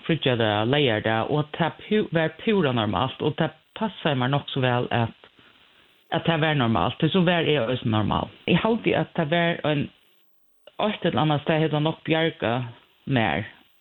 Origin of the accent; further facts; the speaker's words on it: Klaksvík, Norðoyar, Faroe Islands; och jag kommer från Klagsvik. Jag är 48, akkurat nu